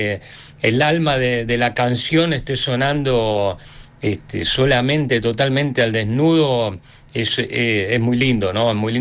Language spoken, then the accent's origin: Spanish; Buenos Aires, Argentina; Y yo soy de Villa Soldati, no había un piano en el barrio